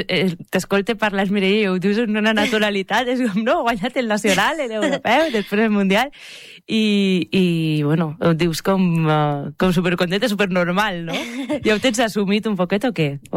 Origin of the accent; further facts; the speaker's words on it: Xeraco, Valencian Community, Spain; a Xeraco, al meu poble